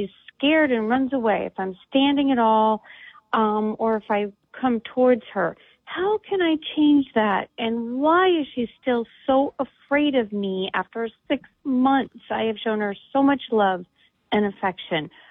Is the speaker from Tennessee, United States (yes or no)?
no; Anchorage, Alaska, United States; I am from Anchorage, Alaska.